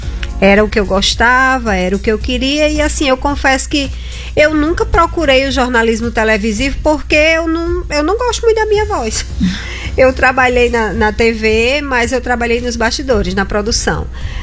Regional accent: Mossoró, Rio Grande do Norte, Brazil; moved away as an adult; Eu sou de Mossoró

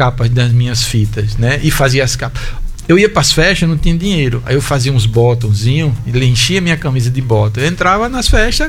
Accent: Goiânia, Goiás, Brazil; also born or lived in Natal / Piauí / São Paulo / Petrolina; now in Mossoró, Brazil; Eu nasci em Natal, fui pra Pix, no Piauí, depois fui pra São Paulo, Goiânia, aí onde eu passei uma grande parte da minha infância e adolescência.

